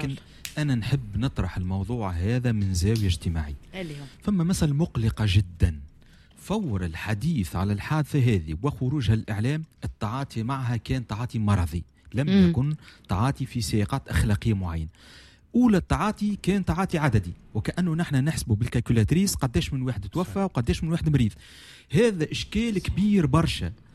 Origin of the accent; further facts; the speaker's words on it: Tunisia; نحن كمجتمع تونسي